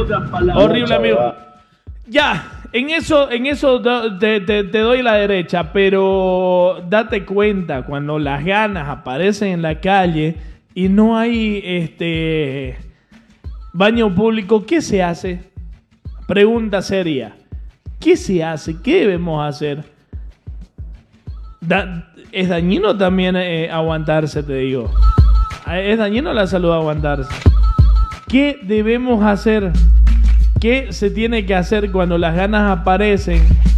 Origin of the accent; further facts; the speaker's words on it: Santa Cruz, Bolivia; yo soy boliviano. Soy más camba que la yuca.